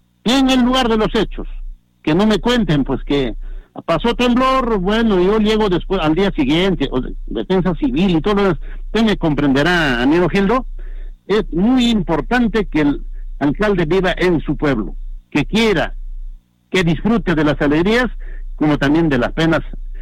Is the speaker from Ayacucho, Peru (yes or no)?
yes; Chumpi, Ayacucho, Peru; en nuestro pueblo los chumpinos